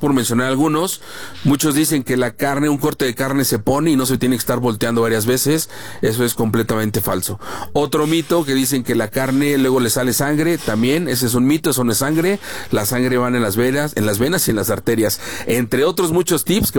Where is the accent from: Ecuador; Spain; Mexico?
Mexico; Metepec, State of Mexico; somos de aquí del Valle de Toluca, específicamente de Metepec